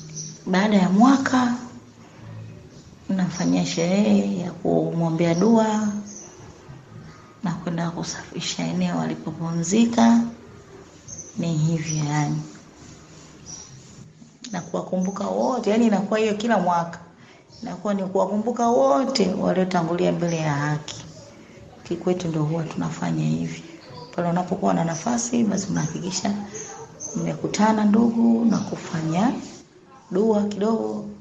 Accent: Dar es Salaam, Tanzania; Yanga Damu, natoka Kawe, Dar es Salaam, Tanzania.

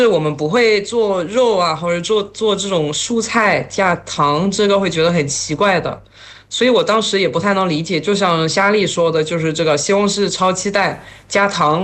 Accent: France; Chinese is a second language; now in Shanghai, China; 我作为一个来自我们菜很淡的国家

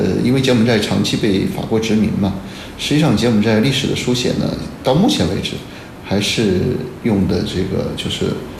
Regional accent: China; 我们中国人当时是怎么样把他们的文化给揭露下

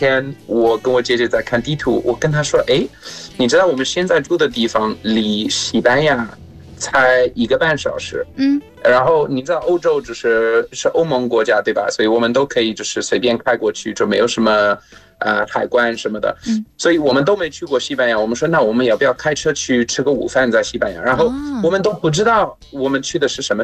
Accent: South Africa; Chinese is a second language

